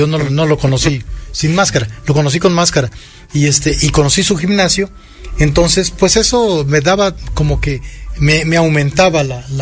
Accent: Tulancingo, Hidalgo, Mexico; como viví bastantes años de mi infancia en Tulancingo

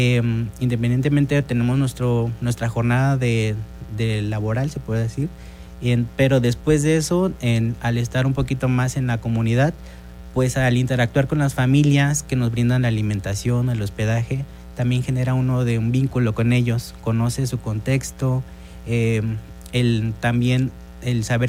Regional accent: Mexico; moved away as an adult; now in Acatlán, Mexico; yo soy de Tultepec de Guerrero. Entonces, pero me tocó estar ahora sí que aquí en el municipio de Acatlán.

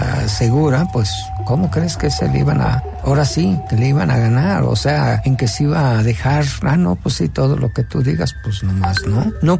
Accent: Mexico; Y como nosotros somos mexicanos

